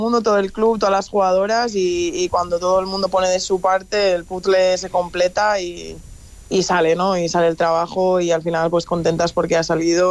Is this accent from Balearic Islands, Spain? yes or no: yes; Balearic Islands, Spain